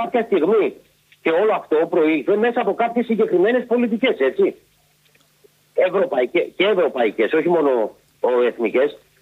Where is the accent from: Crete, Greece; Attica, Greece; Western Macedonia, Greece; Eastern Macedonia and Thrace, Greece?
Western Macedonia, Greece; Antigonos; Στο χωριό μου, από εκεί που κατάγομαι εγώ και εκεί που ζω, έτσι, στο Αντίγονο